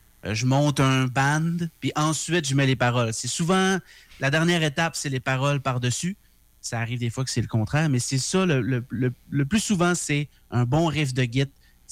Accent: Alma, Quebec, Canada; moved away as an adult; also born or lived in Saint-Gédéon, Quebec; j'ai déménagé à Alma quand j'avais 5 ans, mais je suis né à Saint-Gédéon-de-Grandmont, qui est encore plus fondrant au lac.

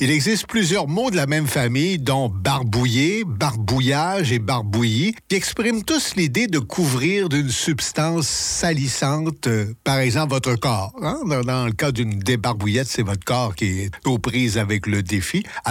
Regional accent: Quebec, Canada; born there; moved away; Parce que je viens du Québec

